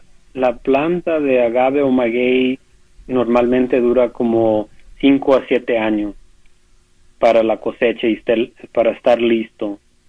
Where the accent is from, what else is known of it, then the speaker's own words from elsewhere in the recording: Mexico; como yo como mexicano, me da mucho orgullo